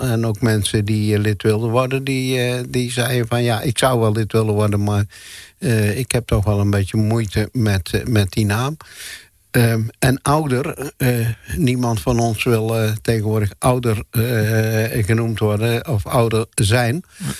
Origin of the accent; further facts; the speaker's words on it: Baarschot, North Brabant, Netherlands; ik ben geboren en getogen in Baarschot.